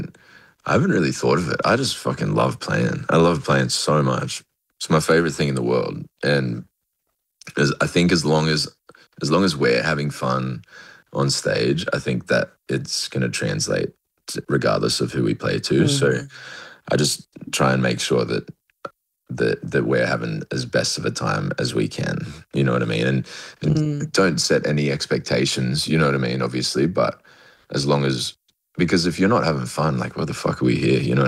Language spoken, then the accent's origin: English; Tamworth, New South Wales, Australia; born or raised there